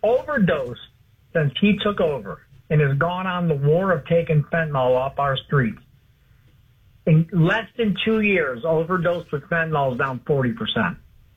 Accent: Detroit, Michigan, United States; I grew up in Detroit.

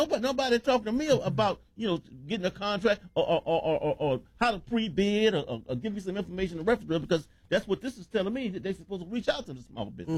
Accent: New Orleans, Louisiana, United States; moved away; I grew up in New Orleans

